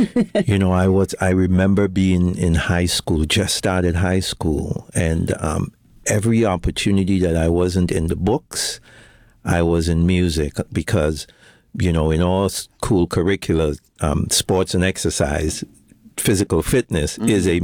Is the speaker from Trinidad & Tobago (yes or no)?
yes; Trinidad & Tobago; moved away as an adult; now in United States; in terms of origination, I am from Trinidad and Tobago. And probably to put a little damper on what Uezy said early on, my father is Trinidadian and my mom is Tobago.